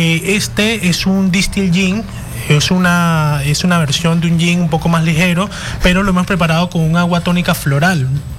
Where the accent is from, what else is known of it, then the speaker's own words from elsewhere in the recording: Venezuela; moved away as an adult; now in Lima, Peru; Yo soy de Venezuela, pero 9 años acá en Lima.